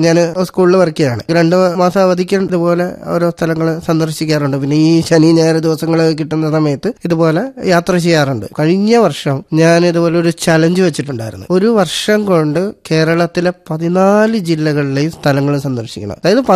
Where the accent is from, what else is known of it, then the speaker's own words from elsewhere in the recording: Thiruvananthapuram, Kerala, India; എന്റെ സ്വദേശം തിരുവനന്തപുരം ആയതുകൊണ്ട് തന്നെ കൂടുതലും തിരുവനന്തപുരത്തുള്ള സ്കൂളിലായാലും കോളേജിലൊക്കെ ആയാലും കൂടുതൽ പഠിച്ചതൊക്കെ ഇവിടെ തന്നെയാണ്.